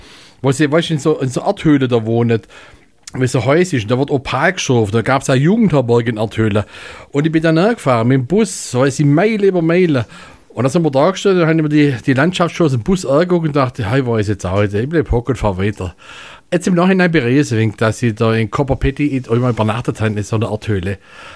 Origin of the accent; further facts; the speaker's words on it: Baden-Württemberg, Germany; Ah, aus meiner Heimat.